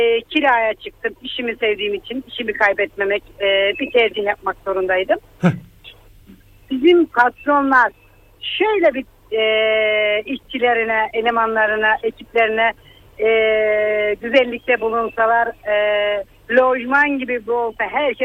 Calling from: Kayseri, Turkey; Kayseri'den, selamlar.

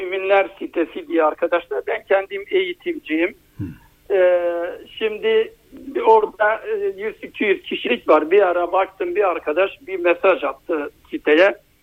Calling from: Gaziantep, Turkey; Gaziantep'ten arıyorum.

